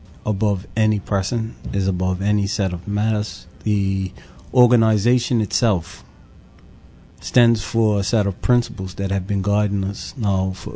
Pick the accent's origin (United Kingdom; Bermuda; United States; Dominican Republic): Bermuda; Pembroke; And so growing up in Pembroke, you then associate yourself with the community associations and the community clubs in Pembroke.